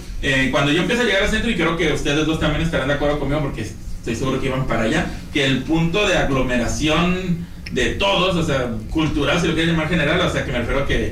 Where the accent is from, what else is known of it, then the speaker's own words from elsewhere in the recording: Puerto Vallarta, Jalisco, Mexico; Yo crecí en La Aurora.